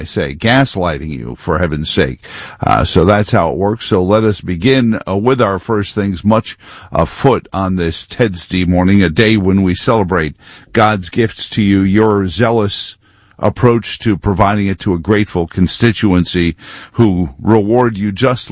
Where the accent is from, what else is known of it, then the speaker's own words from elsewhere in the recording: Queens, New York, United States; Growing up in Queens, one of the things you miss is the souvlaki right from a restaurant in Astoria, but I digress there.